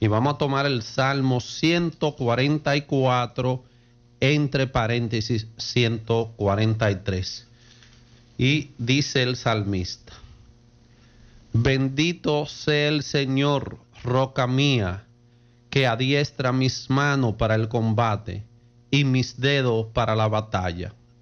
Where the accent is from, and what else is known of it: Dominican Republic